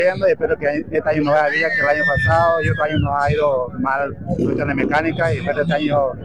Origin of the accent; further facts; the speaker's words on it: San Isidro, Santa Cruz, Bolivia; born there; a mi pueblo San Isidro, ¿no? Que soy acá, nacido acá